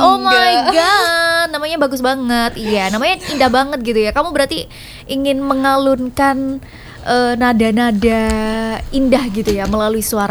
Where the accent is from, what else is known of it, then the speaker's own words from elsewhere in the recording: Java, Indonesia; Aku orang Jawa aku.